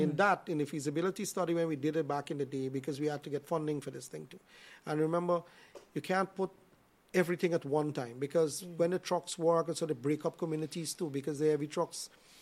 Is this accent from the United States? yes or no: no; Vreed-en-Hoop, Essequibo Islands-West Demerara, Guyana; I born and raised in Ridenhope.